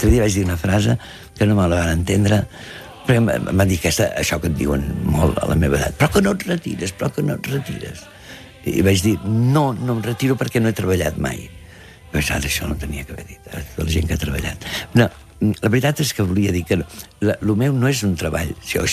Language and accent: Catalan; Catalonia, Spain; Potser sí que soc català, però això em sembla que és molt objectiu.